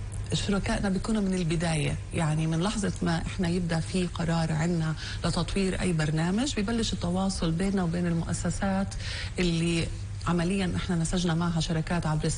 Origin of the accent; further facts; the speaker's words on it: Palestine; بالسياق الفلسطيني وبالتحديات اللي بنعيشها هون بالبلد